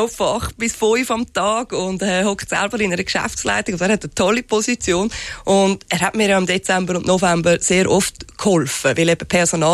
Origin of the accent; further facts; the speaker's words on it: Switzerland; accent: Swiss German; first language Swiss German; Aber es ist auch jetzt gerade für mich unheimlich entspannend, Schweizerdeutsch zu reden. Weil das ist meine Muttersprache und nicht Hochdeutsch. Und das Schlimme ist halt einfach, ich bin in Deutschland immer ein Ausländer und in der Schweiz mittlerweile der Fremdgeher.